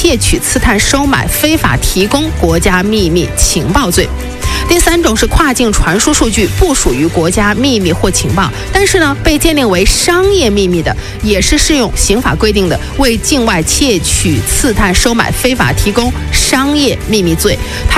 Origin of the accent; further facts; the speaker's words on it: China; 我们作为中国人，我们是有义务来保护我国的啊